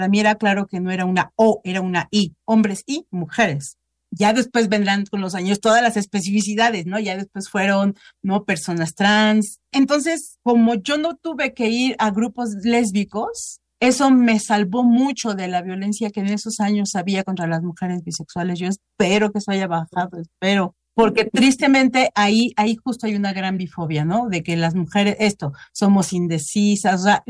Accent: Mexico City, Mexico; yo soy de Ciudad de México, vivo en Ciudad de México

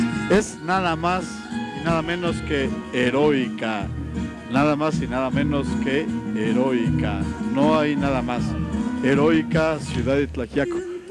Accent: Oaxaca, Mexico

